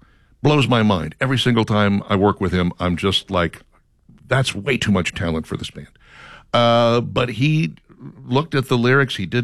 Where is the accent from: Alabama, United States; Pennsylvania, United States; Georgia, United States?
Georgia, United States; Flowery Branch; I'm from Flowery Branch, Georgia.